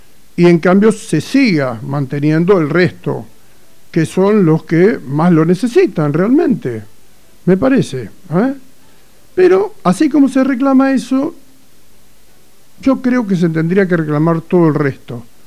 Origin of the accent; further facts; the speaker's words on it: Argentina; somos todos argentinos, somos todos iguales